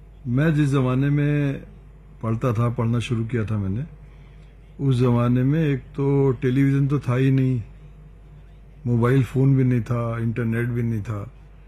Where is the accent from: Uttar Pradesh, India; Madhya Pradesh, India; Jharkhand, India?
Uttar Pradesh, India; first language Urdu; और चूंकि मैं एक ऐसे इलाके का रहने वाला हूं जहां उर्दू मादरी जबान है, यूपी से हूं मैं